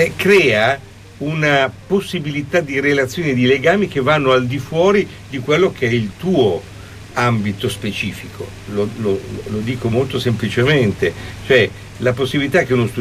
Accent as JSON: {"language": "Italian", "town": "Milan", "region": "Lombardy", "country": "Italy", "moved": "as an adult", "lives_now": "Bologna, Italy", "said": "lo dico da fuorisede perché io ho studiato a Bologna ma vengo da Milano"}